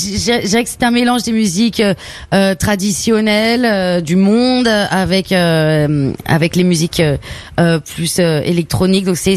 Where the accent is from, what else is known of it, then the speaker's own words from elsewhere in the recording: Brittany, France; born there; Alors déjà, moi je suis le fruit du métissage. Ma mère est brésilienne, je suis née en Bretagne.